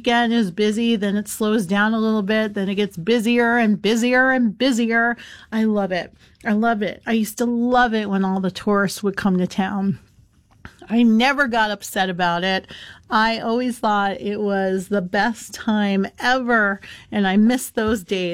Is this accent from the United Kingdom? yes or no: no; Massachusetts, United States; well, I'm from Cape Cod, Massachusetts, and that's when all the tourists come back.